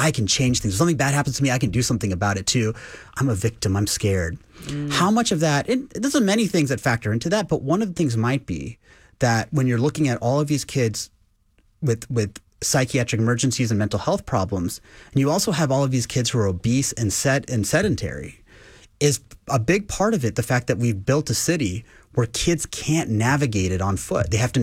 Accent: Lake Jackson, Texas, United States; which is how I grew up in Lake Jackson, Texas.

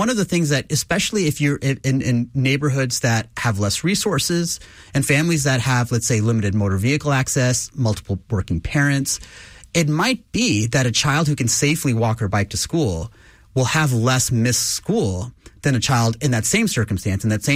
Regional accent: Lake Jackson, Texas, United States; A lot of parents will say, that's how I grew up, which is how I grew up in Lake Jackson, Texas.

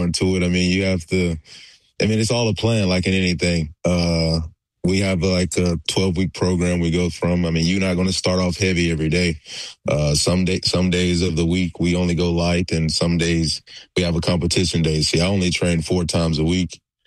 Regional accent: Lincoln, Georgia, United States; I'm from Lincoln, Georgia.

